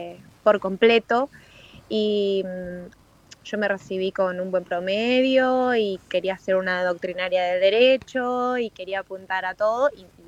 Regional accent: Verónica, Buenos Aires Province, Argentina; moved away as an adult; also born or lived in La Plata; yo soy de un pueblo que se llama Verónica, en la provincia de Buenos Aires.

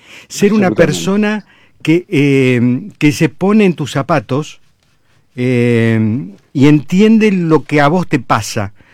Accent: Mar del Plata, Buenos Aires Province, Argentina; moved away; yo vengo de Mar del Plata

